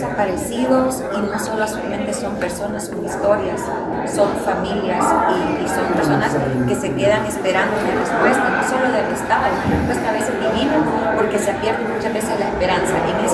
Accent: Honduras; todos somos hondureños

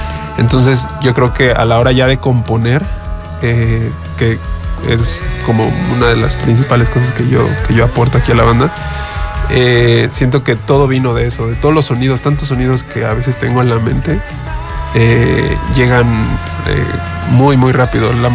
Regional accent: Veracruz, Mexico; siendo de Veracruz, hay mucho mucha música como autóctona, ¿no? Yo soy del norte de Veracruz, cerca de Papantla.

